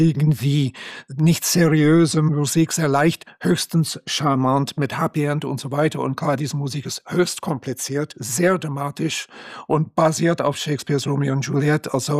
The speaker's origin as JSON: {"language": "German", "country": "Canada", "tie": "born or raised there", "also_born_or_lived": "New York", "moved": "as an adult", "lives_now": "Switzerland", "said": "in meiner Jugend in Kanada"}